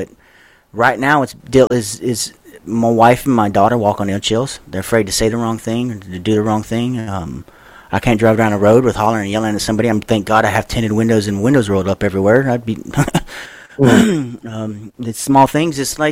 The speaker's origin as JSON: {"language": "English", "region": "Louisiana", "country": "United States", "tie": "born or raised there", "said": "When I grew up in here in South, down here in Louisiana, where I'm from, I grew up in trailers all my life."}